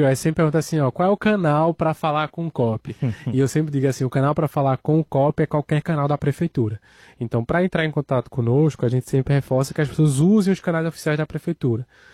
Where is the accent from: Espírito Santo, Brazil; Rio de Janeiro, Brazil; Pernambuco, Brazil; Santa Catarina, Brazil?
Pernambuco, Brazil; Então, quando eu não sou natural de Recife, eu sou do interior do estado. Então, quando eu vim estudar aqui na Universidade Federal